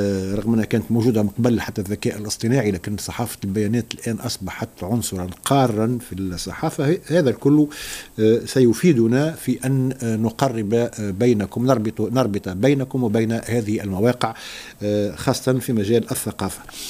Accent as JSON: {"language": "Arabic", "country": "Tunisia", "said": "بعت لكم قائمة أخبار تهمنا كتونسيين،"}